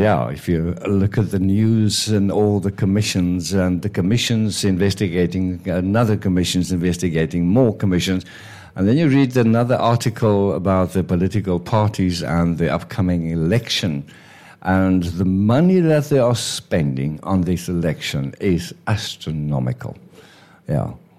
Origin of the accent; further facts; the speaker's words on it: South Africa; What do they really do for me as a South African, as a citizen?